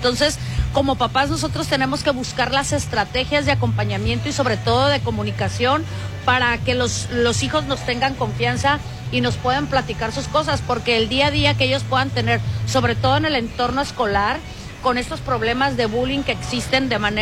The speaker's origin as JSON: {"language": "Spanish", "country": "Mexico", "said": "como buenos mexicanos a veces concluimos"}